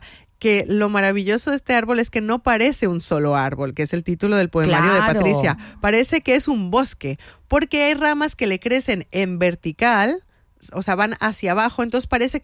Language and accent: Spanish; Mexico; Yo, personalmente, como mexicana